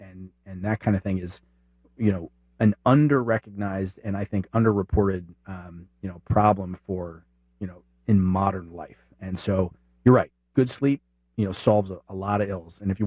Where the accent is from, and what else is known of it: Dallas, Texas, United States; born or raised there